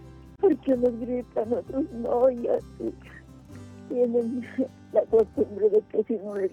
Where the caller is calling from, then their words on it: Uruapan, Michoacán, Mexico; hablo de Uruapan, Michoacán.